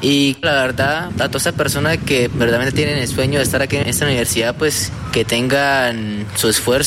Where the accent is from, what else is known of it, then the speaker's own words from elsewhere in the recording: Tibú, Norte de Santander, Colombia; moved away; Yo pertenezco en la región de Catatumbo, municipio particular Tibú.